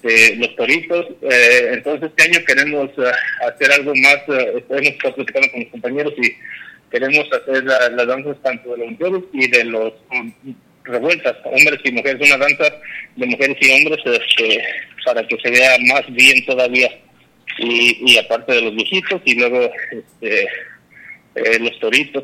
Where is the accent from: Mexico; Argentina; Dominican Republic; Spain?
Mexico; La Purísima; moved away; also born or lived in Tingambato; los maestros me hicieron recordar mi infancia allí en La Purísima